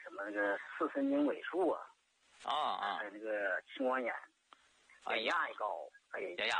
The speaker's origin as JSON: {"language": "Chinese", "town": "Siping", "region": "Jilin", "country": "China", "said": "我是吉林四平的，我是"}